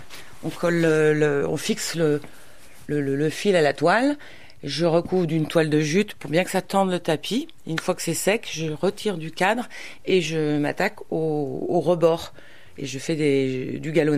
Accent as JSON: {"language": "French", "town": "Saint-Étienne", "region": "Auvergne-Rhône-Alpes", "country": "France", "also_born_or_lived": "London / Provence", "said": "Ouais, en fait, je suis originaire de Saint-Étienne, mais j'ai vécu à Londres et puis je me suis retrouvée en Provence pendant 20 ans"}